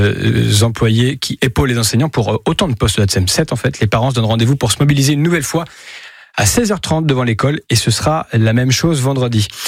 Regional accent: Poland; accent: Polish; French is a second language; Vous êtes moqueuse sur mon accent polonais, c'est ça?

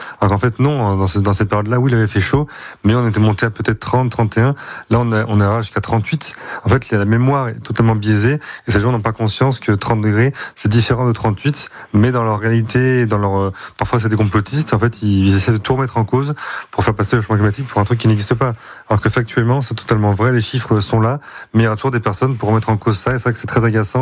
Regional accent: Rennes, Brittany, France; en plein centre-ville de Rennes, qui est ma ville natale quand même, donc je suis né là-bas en 91

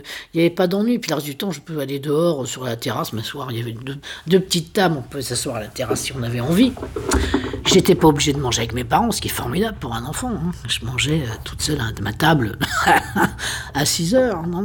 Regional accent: Saint-Ouen, Île-de-France, France; born there; c'est quand on a quitté Saint-Ouen et on est allé s'installer dans un truc un peu plus grand qui était un vrai bar

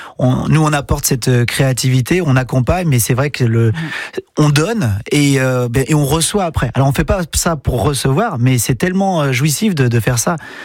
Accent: Martigné-Ferchaud, Brittany, France; moi, je suis originaire de Martigny-Ferchoux, où il y a les étincelles aquatiques

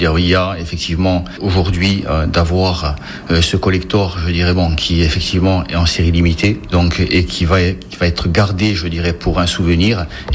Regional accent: Guagno, Corsica, France; le village de Gouagne, qui est mon village natal.

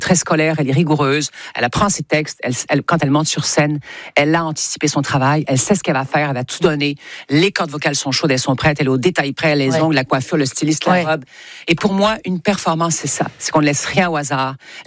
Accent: Saint-Malo, Brittany, France; Puisque je suis née à Saint-Malo.

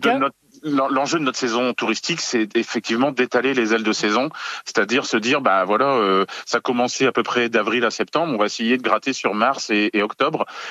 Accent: Hauts-de-France, France; Moi, je suis originaire du Nord.

